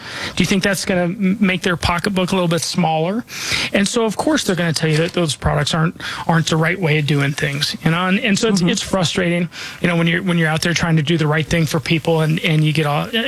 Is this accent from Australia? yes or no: no; Denver, Colorado, United States; Again, I was born and raised here in Denver. I'm not just licensed here. This is where I call home. This is where I'm raising my family.